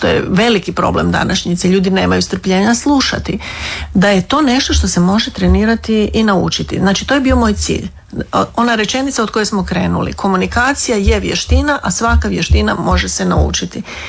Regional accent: Slavonia, Croatia; Kao što se kod mene možda ne čuje toliko, jer sam odrasla u Slavoniji, gdje se govori, gdje i naglasci nisu toliko izraženi.

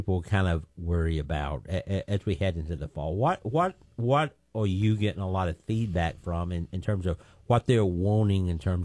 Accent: Huntsville, Alabama, United States; I was born in Huntsville, so a lot of us Huntsvillians were extremely proud

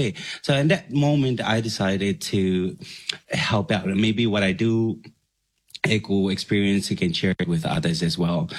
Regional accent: Vava'u, Tonga; now in Tongatapu, Tonga; I grew up all the way in Wava'u, a beautiful island

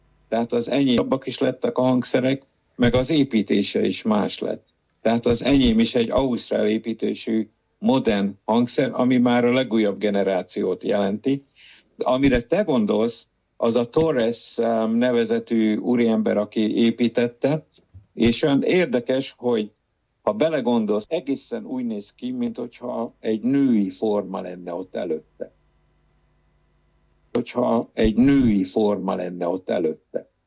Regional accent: Baja, Bács-Kiskun, Hungary; born or raised there

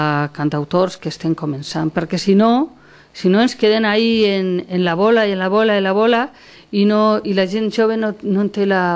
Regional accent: Orihuela, Valencian Community, Spain; que som d'Orihuela, d'Alacant

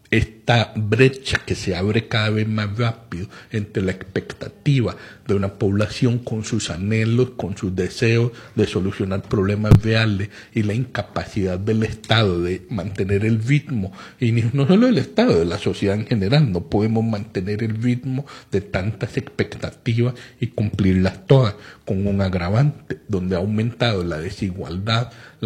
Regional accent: Costa Rica

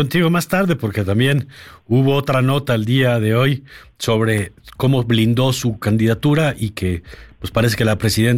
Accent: Tabasco, Mexico; además le contaba yo que vengo de Tabasco, ya se imaginará el peso que sigue teniendo en ese estado la figura de López Obrador

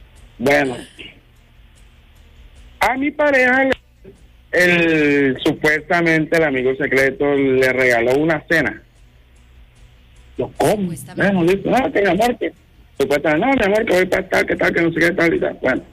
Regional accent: Bolívar, Colombia; O sea, yo vivo acá en Central Valle, pero yo soy costeño. Pero en la región momposina.

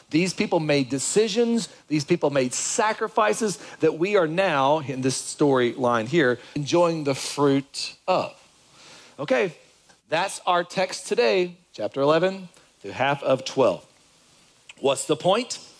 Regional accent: Kentucky, United States; moved away; I left Kentucky. I'll give of my hometown with my family.

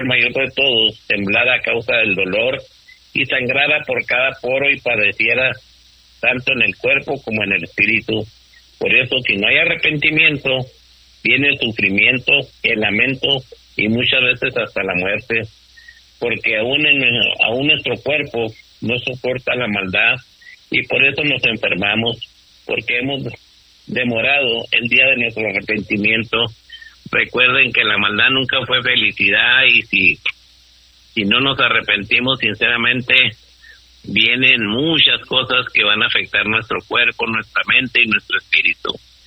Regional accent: Delicias, Chihuahua, Mexico; moved away; mi tierra querida, Delicias.

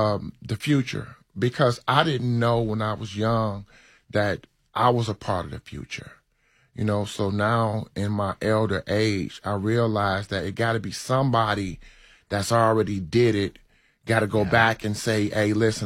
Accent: Detroit, Michigan, United States; moved away; and this is my hometown.

